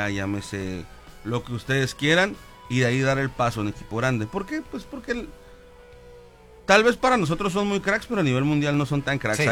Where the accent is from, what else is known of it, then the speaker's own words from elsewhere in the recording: Mexico; nosotros como mexicanos y malinchistas